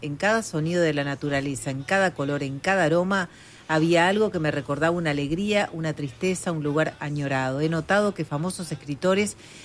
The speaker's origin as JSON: {"language": "Spanish", "country": "Uruguay"}